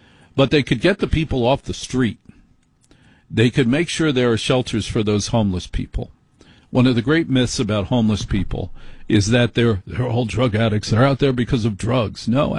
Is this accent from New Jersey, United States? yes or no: yes; New Jersey, United States; because, you know, I'm from Jersey. I'm from the Northeast.